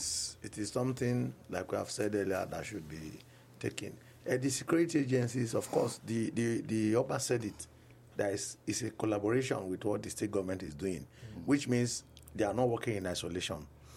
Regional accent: Igarra, Edo, Nigeria; I'm from Igara.

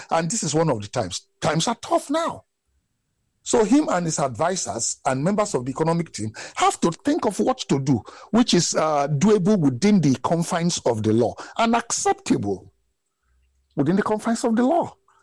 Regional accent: Nigeria; I'm also a Nigerian, and I feel the pain of most Nigerians.

